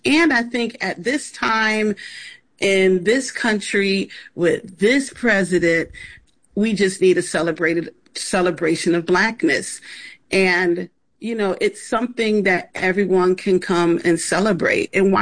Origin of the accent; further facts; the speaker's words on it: Rochester, New York, United States; I'm just ready to have a blackety-black show in Rochester, my hometown.